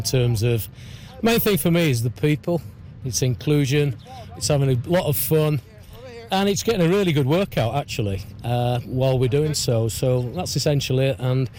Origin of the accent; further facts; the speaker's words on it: England, United Kingdom; Of course, I'm English. How will England do?